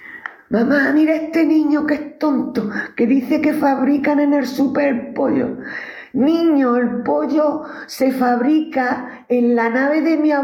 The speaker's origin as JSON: {"language": "Spanish", "town": "Huéscar", "region": "Andalusia", "country": "Spain", "tie": "born or raised there", "moved": "as an adult", "lives_now": "Granada, Spain"}